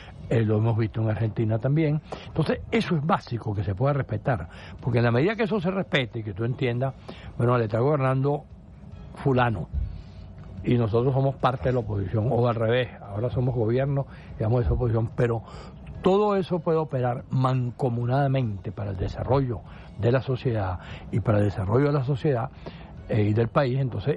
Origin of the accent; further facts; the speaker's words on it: Venezuela; todos somos venezolanos